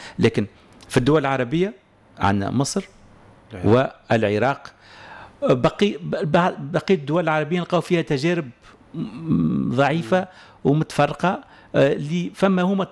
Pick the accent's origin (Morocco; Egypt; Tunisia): Tunisia; موجود عندنا في تونس